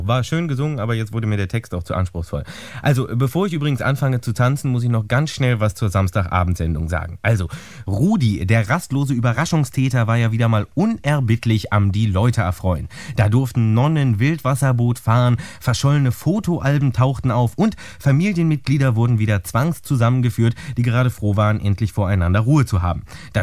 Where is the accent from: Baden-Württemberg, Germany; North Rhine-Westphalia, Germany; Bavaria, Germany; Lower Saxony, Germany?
Lower Saxony, Germany; Hanover; born there; In Hannover.